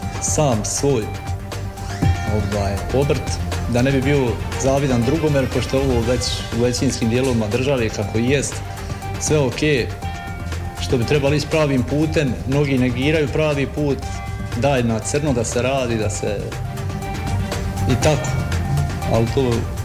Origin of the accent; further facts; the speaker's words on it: Maglaj, Zenica-Doboj Canton, Bosnia & Herzegovina; Dolazim iz Maglaja.